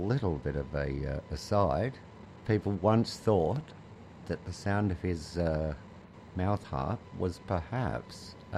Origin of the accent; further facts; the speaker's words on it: Adelaide, South Australia, Australia; See, I'm from Adelaide, so ours were called direct drinks